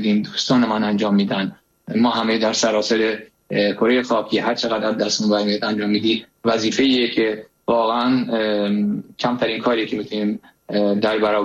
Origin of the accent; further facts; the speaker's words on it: Iran; moved away as an adult; چون من خودم در سن 24 سالگی از ایران اومدم بیرون 22 سال پیش